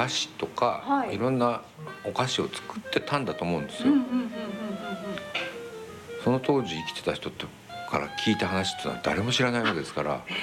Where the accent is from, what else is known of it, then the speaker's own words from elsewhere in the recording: Akita, Japan; 秋田なんですけど。